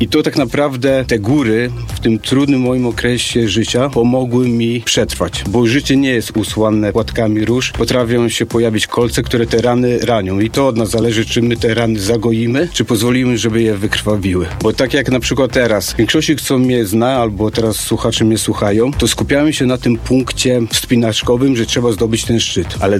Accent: Szczecinek, West Pomeranian Voivodeship, Poland; Tak, urodziłem się w Szczecinku, tak więc jestem ze Szczecinka.

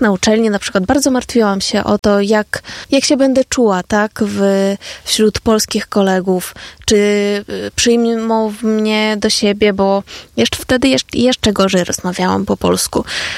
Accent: Ukraine; Polish is a second language; moved away as an adult; now in Poland

